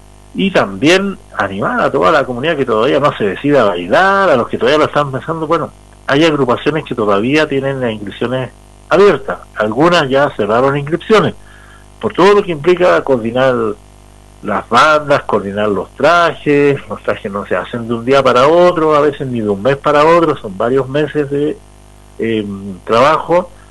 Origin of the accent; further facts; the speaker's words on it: Arica y Parinacota, Chile; lo que somos como cultura andina en nuestra región de Arica, Parinacota.